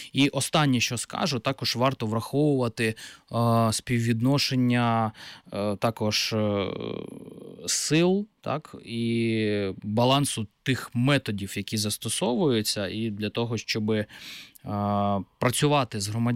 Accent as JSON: {"language": "Ukrainian", "town": "Kurakhove", "region": "Donetsk Oblast", "country": "Ukraine", "tie": "born or raised there", "moved": "yes"}